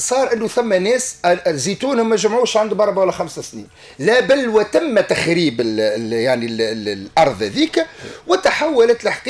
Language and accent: Arabic; Sfax, Sfax Governorate, Tunisia; انا اصيل صفاقس وفي حي البحري نحن حومة شعبية